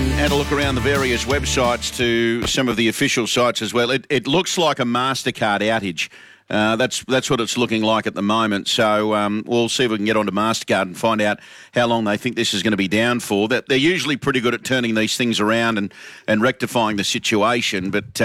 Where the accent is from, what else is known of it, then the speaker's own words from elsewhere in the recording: Canberra, Australian Capital Territory, Australia; now in Brisbane, Australia; Yep, happening up here, Mark, in Brisbane. I'm from Canberra, having same problems with trying to use my CommBank card.